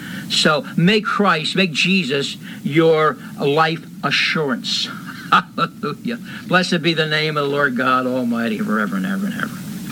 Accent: Bethlehem, Pennsylvania, United States; I'm here from Bethlehem, Pennsylvania, preaching the words of life to you.

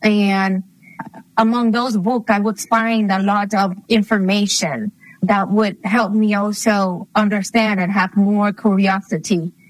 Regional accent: Arecibo, Puerto Rico; I am from Arecibo, Puerto Rico. Arecibo is a town in the north of the island. And my whole family, I've done a bit of research. I come from a family that comes from the mountains of Arecibo, very poor lineage.

